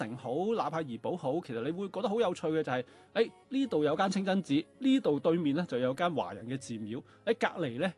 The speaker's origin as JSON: {"language": "Cantonese", "country": "China", "said": "我哋中國人熟知嘅咩聖士橋啊"}